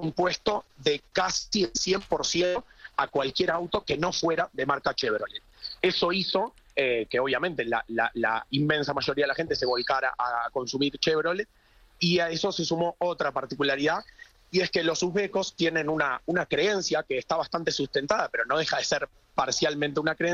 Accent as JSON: {"language": "Spanish", "country": "Uruguay", "said": "y yo que soy uruguayo, un país muy futbolero, también el Mundial se vive mucho"}